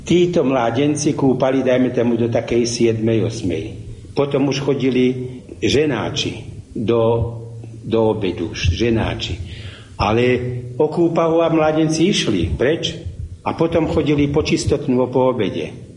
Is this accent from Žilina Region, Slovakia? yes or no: yes; Vyšný Sliač, Žilina Region, Slovakia; Ja som z Vyšného Sliača, potvočik do dedinou tiekov, aj tečie však doteraz.